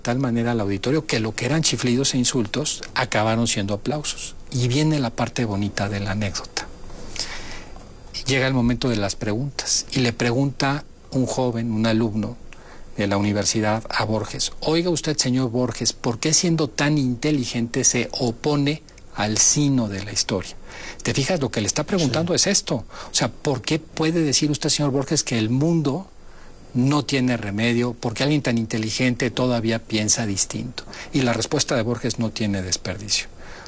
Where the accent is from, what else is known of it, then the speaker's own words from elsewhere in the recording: Mexico; Yo no soy uno más. Yo soy mexicano. Estoy orgullosa de ser mexicano